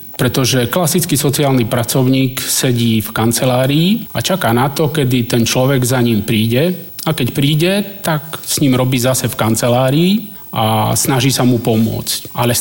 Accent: Detva, Banská Bystrica Region, Slovakia; ja som z Detvy vlastne. Naša rodina, môj rod, boli medzi prvými tromi rodmi, ktorí prišli a založili vlastne osídlenie Rómsk v Detve. My tam žijeme už viac ako 230 rokov.

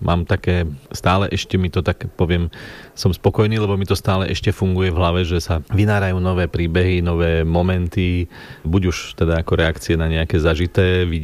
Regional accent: Černová, Žilina Region, Slovakia; Keďže ja som z Černovej

